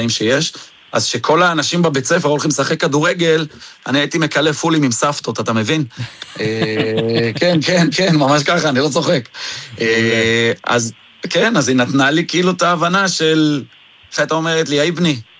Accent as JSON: {"language": "Hebrew", "town": "Jerusalem", "region": "Jerusalem District", "country": "Israel", "said": "אתה יודע, אנחנו ירושלמים, אנחנו אוהבים סומסום"}